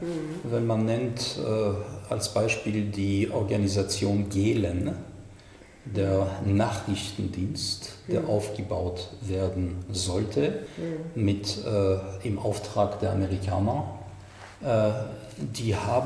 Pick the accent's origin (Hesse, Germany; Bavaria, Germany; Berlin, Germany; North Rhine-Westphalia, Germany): Bavaria, Germany; Munich; Gerade in München, wo ich herkomme, da waren sie sehr aktiv natürlich.